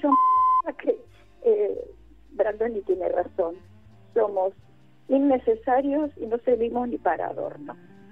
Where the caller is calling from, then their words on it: Mar del Plata, Buenos Aires Province, Argentina; de Mar del Plata.